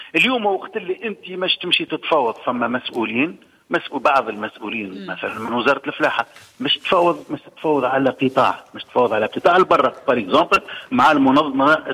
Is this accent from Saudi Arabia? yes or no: no; Tunisia; احنا ماذا بينا كبلادنا كتونس